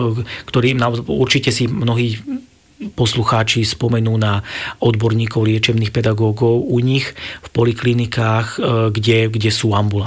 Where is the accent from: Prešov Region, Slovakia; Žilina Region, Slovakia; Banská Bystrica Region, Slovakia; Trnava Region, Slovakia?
Banská Bystrica Region, Slovakia; Banská Štiavnica; Ja som bol zvyknutý z Banskej Štiavnice, z Intráku dole. To bolo x kilometrov ísť hore do školy pešo každý deň.